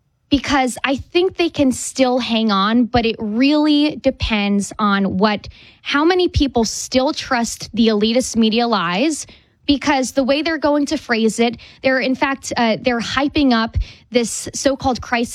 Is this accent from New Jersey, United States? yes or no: yes; New Jersey, United States; And I'm saying this as a fellow coastal elitist. I'm from New Jersey.